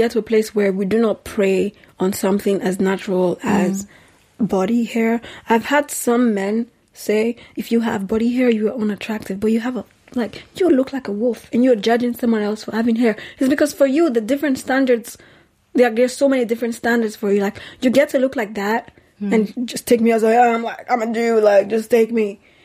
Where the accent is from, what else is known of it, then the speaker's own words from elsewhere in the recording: Nigeria; moved away; I grew up in Nigeria and we didn't need to shave legs. When I moved to Europe, I saw that people shave legs.